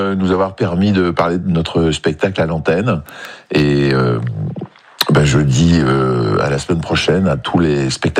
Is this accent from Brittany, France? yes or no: yes; Saint-Malo, Brittany, France; je suis de Saint-Malo, je vis à Saint-Malo depuis plus de 30 ans.